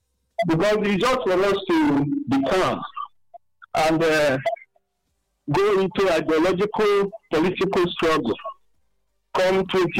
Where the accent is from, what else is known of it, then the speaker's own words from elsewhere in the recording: Masaka, Nasarawa, Nigeria; from Masaka.